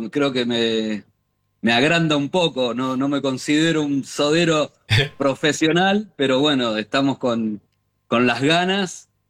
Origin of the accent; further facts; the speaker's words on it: Mar del Plata, Buenos Aires Province, Argentina; also born or lived in Los Angeles, United States; now in Miami, United States; Soy oriundo de Mar del Plata. Salí de La Feliz por primera vez en el 87 rumbo a Los Ángeles, que mis viejos emigraron hace muchos años atrás. Volví para Argentina